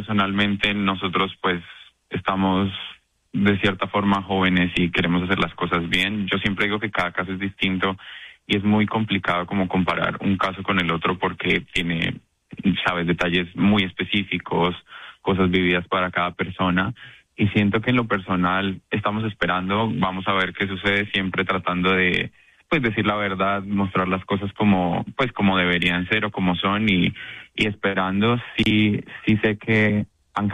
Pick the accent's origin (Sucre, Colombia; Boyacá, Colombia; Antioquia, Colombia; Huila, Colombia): Boyacá, Colombia; Tunja; moved away; yo soy de Tunja